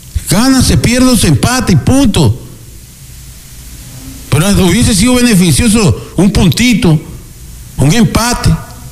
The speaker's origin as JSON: {"language": "Spanish", "country": "Ecuador", "said": "Oye, yo soy ecuatoriano."}